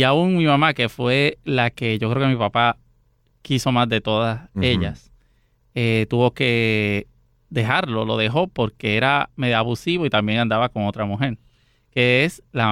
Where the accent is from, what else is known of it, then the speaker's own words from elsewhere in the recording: San José de Ocoa, Dominican Republic; born there; Yo nací en San José de Ocoa, en República Dominicana, y de una familia de 7 hermanos.